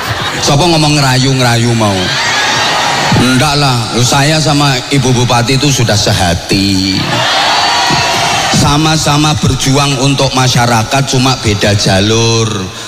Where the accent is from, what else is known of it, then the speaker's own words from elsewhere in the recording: Java, Indonesia; Kita kan orang Jawa toh.